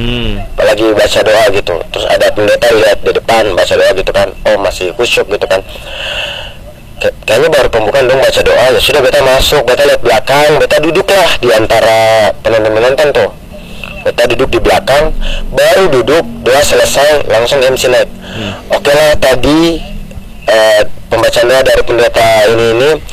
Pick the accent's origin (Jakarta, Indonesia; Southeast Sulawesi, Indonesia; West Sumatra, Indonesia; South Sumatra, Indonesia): Southeast Sulawesi, Indonesia; Buton; misalnya kayak beta tuh dari Buton gitu-gitu kan.